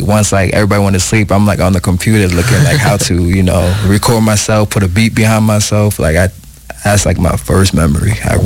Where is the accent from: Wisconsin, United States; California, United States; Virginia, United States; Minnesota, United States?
Minnesota, United States; So I was a youngin' when I moved out to Minnesota. So my journey, I'm a Minnesotan.